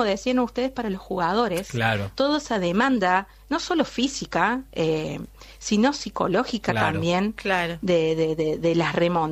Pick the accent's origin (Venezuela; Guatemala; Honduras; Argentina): Argentina; acá obviamente nos une como argentinos